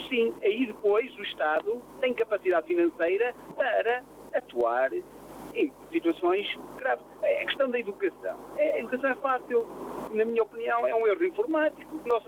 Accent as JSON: {"language": "Portuguese", "country": "Portugal", "said": "Enquanto nós, portugueses, não tivermos essa percepção do que é uma definição de Estado, vamos ter sempre um muro de lamentações."}